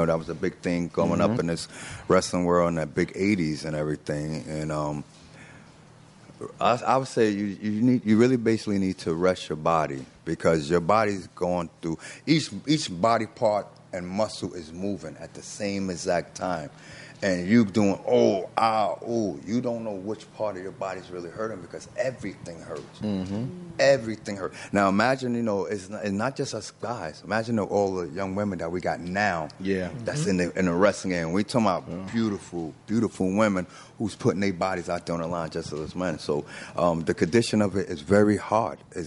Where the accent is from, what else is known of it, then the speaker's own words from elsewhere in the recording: New York, United States; And I grew up in the five boroughs. Like I said, I grew up in Queensbridge, you know? And Queensbridge is one of the largest housing projects in the world.